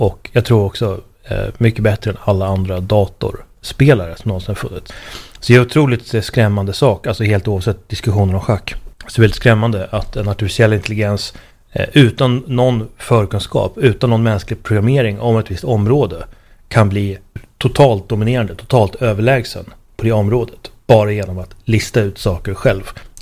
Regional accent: Uppsala, Uppsala County, Sweden; hemma i Uppsala

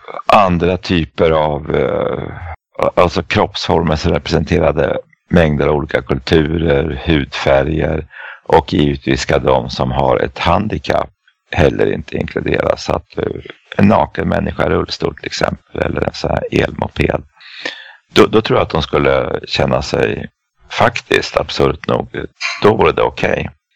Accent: Eskilstuna, Södermanland, Sweden; moved away; Jag kan möta min hemstad, gamla hemstad Eskilstuna.

